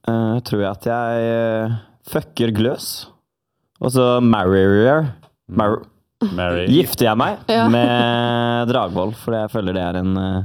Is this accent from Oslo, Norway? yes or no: yes; Oslo, Norway; now in Trondheim, Norway; jeg er fra Grünerløkka i Oslo